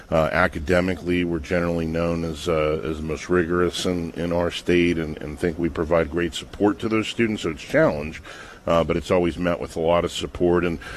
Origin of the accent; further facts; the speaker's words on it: Weirton, West Virginia, United States; I'm from Weirton, West Virginia, and didn't have a lot of friends that had looked at West Virginia Wesleyan